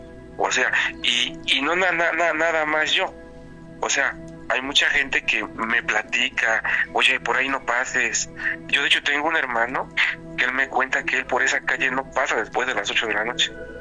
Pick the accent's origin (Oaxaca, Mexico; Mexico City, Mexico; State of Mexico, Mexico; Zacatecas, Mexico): Mexico City, Mexico; Soy de Ciudad de México.